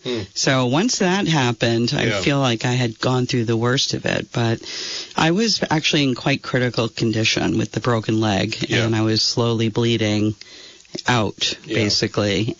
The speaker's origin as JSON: {"language": "English", "town": "Fairfax", "region": "Virginia", "country": "United States", "tie": "born or raised there", "also_born_or_lived": "Haverhill, Massachusetts", "said": "growing up in Fairfax was a wonderful experience for me because, you know, my father packed us up in the VW bus. He lived in Massachusetts. I was actually born in Massachusetts. So I was 3 years old when we came here."}